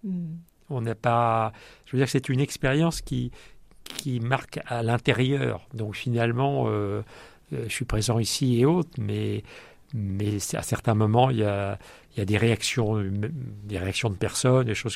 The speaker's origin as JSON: {"language": "French", "country": "France", "said": "t'es Français, oui, moi aussi"}